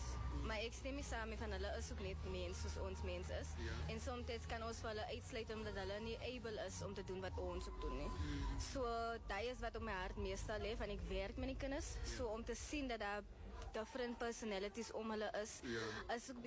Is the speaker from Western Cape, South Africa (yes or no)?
yes; Cape Town, Western Cape, South Africa; Ek is van Makassar in die Kaapstad.